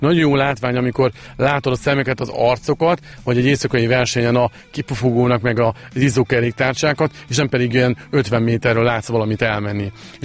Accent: Nyíregyháza, Szabolcs-Szatmár-Bereg, Hungary; Nyíregyháziként ugye ott nem volt jelen nagyon az a sport, ezért Kecskemétre kellett mennünk a gokart pályára

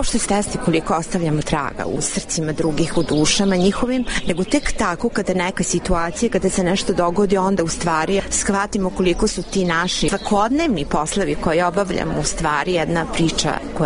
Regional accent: Serbia; moved away as an adult; sa 31 dve sam došla iz Srbije

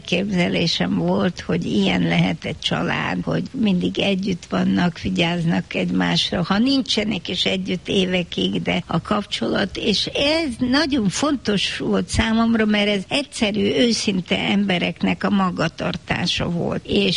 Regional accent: Hungary; magyar vagyok

